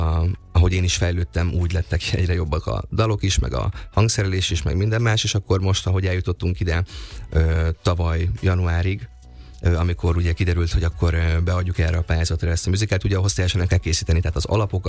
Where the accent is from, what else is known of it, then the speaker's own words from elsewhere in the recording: Nyíregyháza, Szabolcs-Szatmár-Bereg, Hungary; born there; moved away as an adult; now in Budapest, Hungary; akkor én egy tévéműsor kapcsán költöztem fel Budapestre Nyíregyházáról, én Nyíregyházán éltem, ott is érettségiztem le, már utolsó magántanulóként